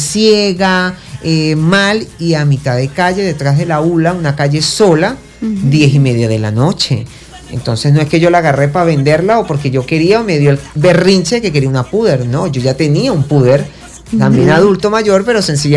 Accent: Venezuela; me independicé a los 17 años como buen venezolano que soy

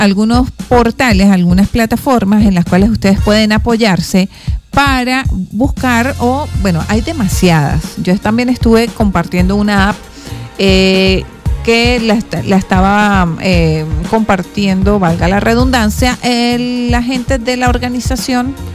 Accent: Venezuela; nosotros somos venezolanos y aunque estamos aquí en el Táchira

